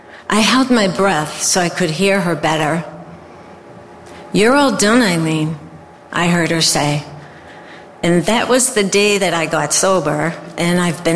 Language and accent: English; Melrose, United States; And we grew up here in Melrose.